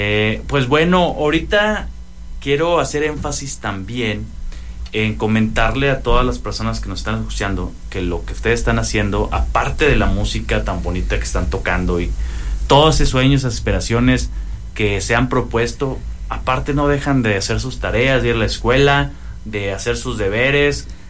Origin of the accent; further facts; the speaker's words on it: northern Mexico, Mexico; Somos norteños y celebramos cualquier cosa.